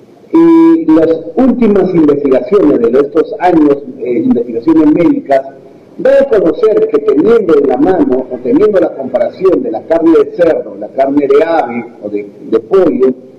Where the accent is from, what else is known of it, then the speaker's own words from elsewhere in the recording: Selva Central, Peru; nosotros, quienes somos aquí de Selva Central